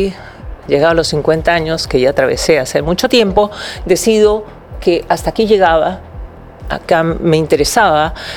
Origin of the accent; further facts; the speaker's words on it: Peru; así somos los peruanos. Los peruanos somos chamberos, recurseros, esa es nuestra esencia